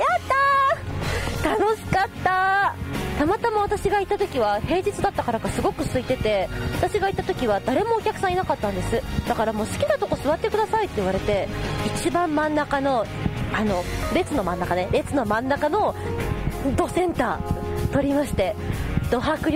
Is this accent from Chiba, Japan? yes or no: no; Aichi, Japan; moved away as an adult; now in Toyooka, Japan; 豊岡から私の地元の方にね、友達が遊びに来てくれたので、名古屋で一緒に展覧会に行ったりとか